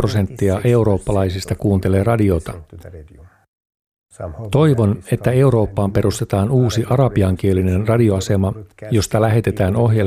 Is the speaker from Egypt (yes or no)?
yes; Egypt; also born or lived in Mauritania; now in Spain; Olin 7 vuotta arabiankielisessä pioneerilähetystyössä Mauritaniassa. Olen kotoisin Egyptistä ja vaimoni on Irakista. Tapasimme Jordaniassa ja muutimme Mauritaniaan.